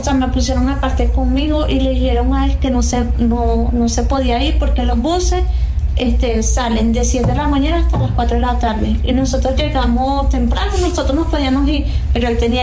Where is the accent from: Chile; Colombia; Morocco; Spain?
Colombia; moved away; Yo duré como 4 días sin peinarme desde que salí de Colombia y yo no me peiné, ya yo llevaba ese plan.